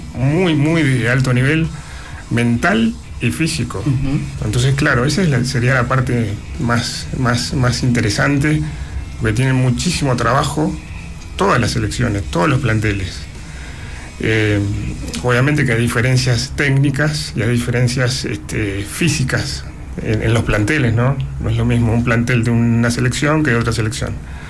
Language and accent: Spanish; Argentina; born there; Fútbol es un tema que nos atraviesa a todos como argentinos, mucho. A mí me atravesó desde chico, ¿no? Nací acá, en este país.